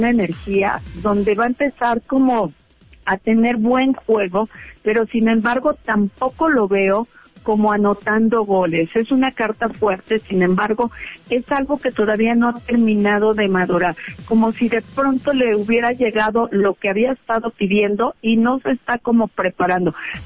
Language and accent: Spanish; Mexico; nosotros como mexicanos